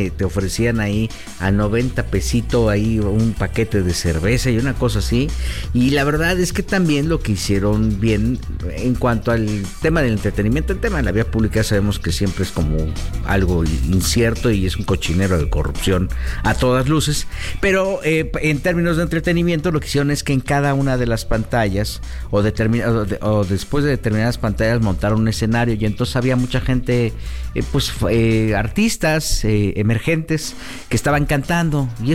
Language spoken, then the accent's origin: Spanish; Mexico; Y luego para sentirse orgullosos como mexicanos.